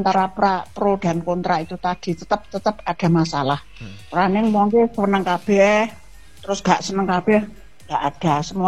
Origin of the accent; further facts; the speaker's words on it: Java, Indonesia; Kalau menurut aku ya orang Jawa